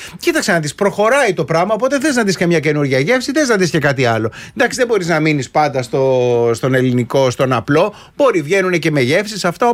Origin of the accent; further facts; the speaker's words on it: Koropi, Attica, Greece; born there; Εντάξει, εγώ έχουμε γεννηθεί στο Κοροπή.